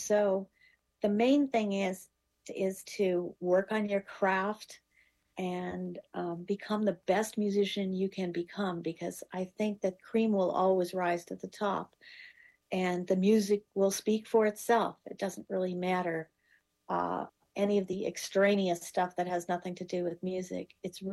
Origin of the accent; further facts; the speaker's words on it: Canada; moved away as an adult; now in United States; growing up in Canada and having been exposed to great teachers there